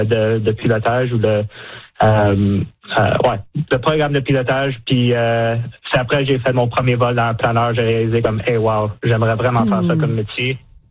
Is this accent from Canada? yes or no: yes; Saguenay, Quebec, Canada; also born or lived in Greenwood / Angus; Je suis originaire de Saguenay, Québec. Mon père était militaire, par contre. Fait que j'ai passé 7 ans à Québec, un autre 7 ans en Greenwood, en Nouvelle-Écosse. Puis après ça, en Angus, en Ontario.